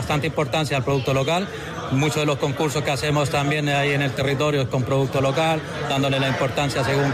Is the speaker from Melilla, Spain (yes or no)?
no; Balearic Islands, Spain; vengo de Islas Baleares, Mallorca